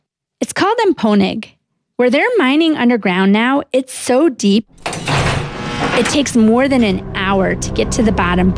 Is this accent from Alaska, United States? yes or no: yes; Alaska, United States; my home state of Alaska